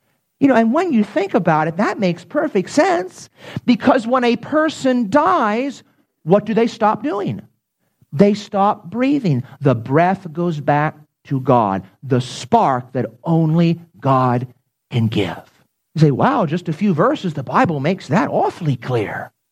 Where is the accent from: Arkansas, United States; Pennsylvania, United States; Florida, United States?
Pennsylvania, United States; When I grew up in Pennsylvania